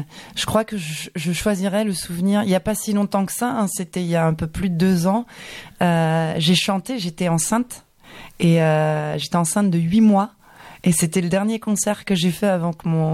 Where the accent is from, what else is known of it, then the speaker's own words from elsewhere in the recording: Île-de-France, France; Et puis moi je viens de la région parisienne. J'habite dans l'Essonne.